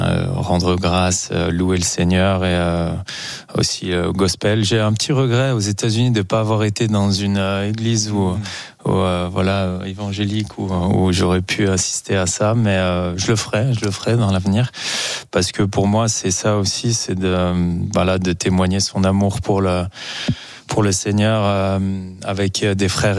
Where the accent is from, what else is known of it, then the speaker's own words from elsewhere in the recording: Champ-près-Froges, Auvergne-Rhône-Alpes, France; C'est la commune de Champré-Frauges.